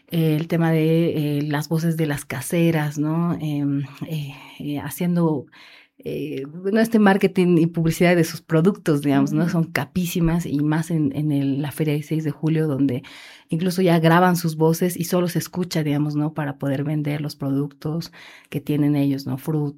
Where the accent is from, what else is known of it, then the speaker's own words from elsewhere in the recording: La Paz, Bolivia; los que estamos sufriendo mucho somos los habitantes de La Paz